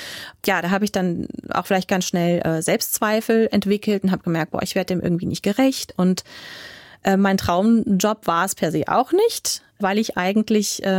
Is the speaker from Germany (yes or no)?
yes; Rhineland, Germany; born there; moved away as an adult; also born or lived in Giessen, Hesse; Bin aus dem Rheinland nach Hessen gezogen.